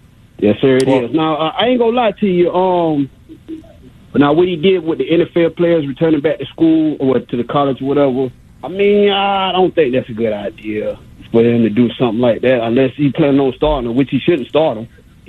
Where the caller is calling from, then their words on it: Panama City, Florida, United States; I'm calling from Panama City, Florida.